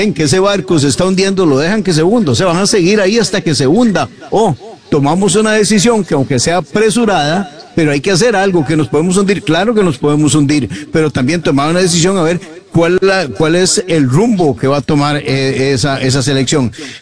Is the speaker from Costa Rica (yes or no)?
yes; Costa Rica; yo como tico